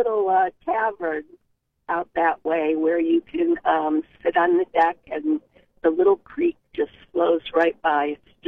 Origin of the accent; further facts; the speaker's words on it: South Euclid, Ohio, United States; I grew up in South Euclid.